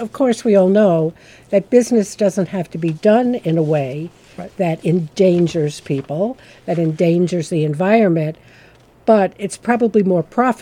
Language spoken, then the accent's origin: English; New York, United States; And I come from Rust Belt territory, upstate New York.